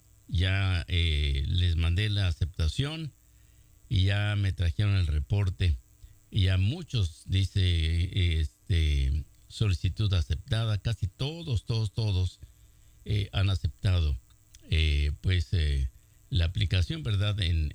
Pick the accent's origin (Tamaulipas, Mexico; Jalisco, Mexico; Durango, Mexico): Durango, Mexico; moved away as an adult; also born or lived in Mexicali; now in United States; porque yo me vine de México ya casado, fíjese. 19 años traía el viejo en la espalda y ya con una hija de 6 meses me vine yo para acá, para Mexicali, y bueno, de ahí pues ya me vine para acá, pero yo ya me vine casado de Durango.